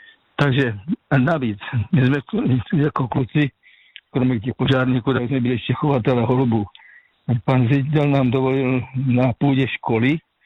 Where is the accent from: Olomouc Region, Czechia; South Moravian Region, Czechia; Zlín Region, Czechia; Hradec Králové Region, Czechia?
South Moravian Region, Czechia; Žeravice; že pocházím z Moravskoslovácka, z městečka Žeravice, to je mezi Kyjovem a Mzencem.